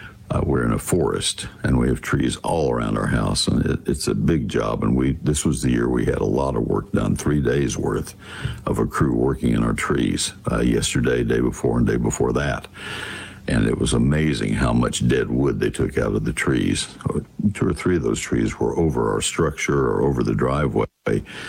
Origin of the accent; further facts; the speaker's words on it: Texas, United States; So just, Texans, I am a Texan. I get to say this about us.